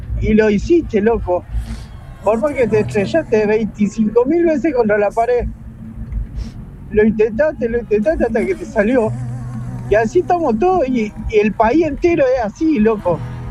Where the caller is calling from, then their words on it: Argentina; somos argentinos, y qué hermoso que es ser argentino, loco.